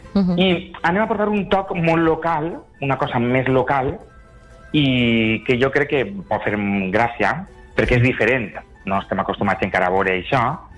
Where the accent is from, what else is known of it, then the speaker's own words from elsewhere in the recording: Meliana, Valencian Community, Spain; Jo vivia a Meliana, soc de Meliana, com saps